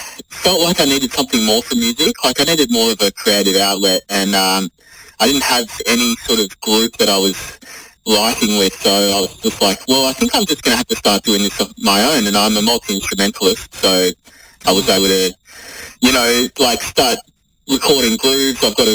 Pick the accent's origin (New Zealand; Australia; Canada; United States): Australia; Melbourne, Victoria; I am from Melbourne, yep.